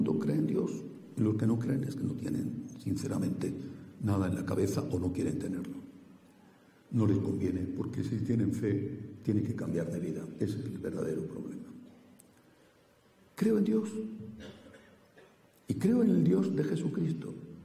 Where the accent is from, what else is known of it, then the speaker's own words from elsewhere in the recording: Castile, Spain; Y en los pueblos, sobre todo de mi tierra, de Castilla, todavía hoy se ven encima de la puerta una frase